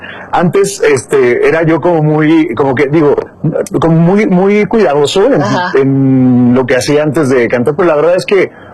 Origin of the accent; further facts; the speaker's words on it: Huamantla, Tlaxcala, Mexico; Vengo de Huamantla, o sea, al final como digo, uno sale del pueblo, pero el pueblo no sale de uno.